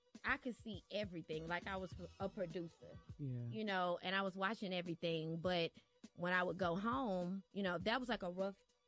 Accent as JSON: {"language": "English", "town": "Memphis", "region": "Tennessee", "country": "United States"}